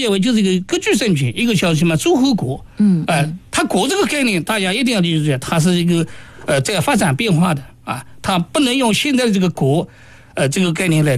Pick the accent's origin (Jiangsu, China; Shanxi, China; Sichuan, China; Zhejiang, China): Jiangsu, China; Nanjing